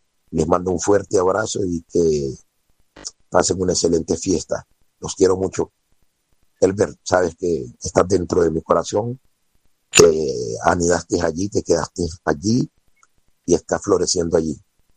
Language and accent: Spanish; Buenaventura, Valle del Cauca, Colombia; Y ahí me crié en Buenaventura, en ese pueblo maravilloso donde exportamos gente de mucha calidad